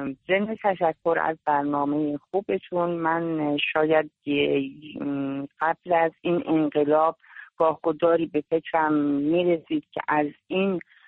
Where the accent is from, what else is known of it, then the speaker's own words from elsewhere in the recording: Iran; یه جایی برم خالص از ایران، ولی از ایرانم جدا نباشم. ما واقعا ایرانمون رو دوست داریم، وطنمون رو دوست داریم.